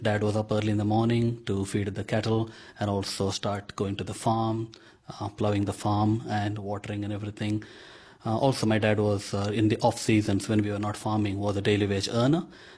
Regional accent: Shirva, Karnataka, India; moved away as an adult; also born or lived in Melbourne, Australia; now in Alice Springs, Australia; So growing up in Shirava, in a small family, was interesting because I also grew up with our neighbours and neighbouring kids. So we are a farming village and farming family. We all grew rice.

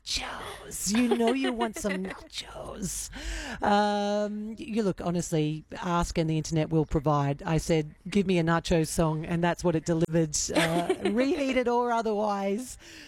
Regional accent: Brisbane, Queensland, Australia; if everybody jumped off the story bridge because we grew up in Brisbane, would you?

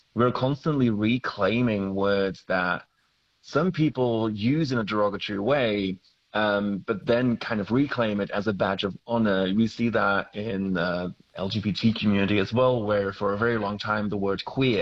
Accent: Monash, Victoria, Australia; Oh, look, I'm from Monash, and maybe it's a Victorian thing, but that came up when I surveyed a couple of people.

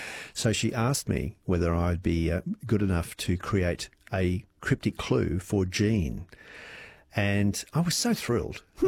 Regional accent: New Zealand; Being a Kiwi, my one and only tattoo reflects my heritage and a deep love and affinity for New Zealand.

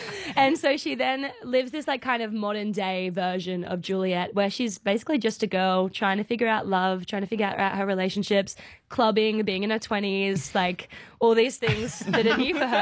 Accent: Maitland, New South Wales, Australia; Yeah, I'm from Maitland, so almost local.

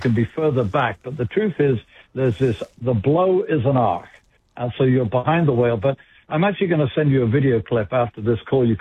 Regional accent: United Kingdom; now in Massachusetts, United States; Actually, even though I live in Massachusetts, I'm a Brit

